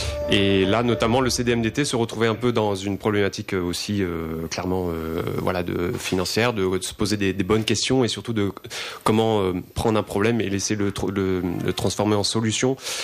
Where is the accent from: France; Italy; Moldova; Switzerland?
France; Brittany; je suis breton, je suis dans le coin, on y va, let's go.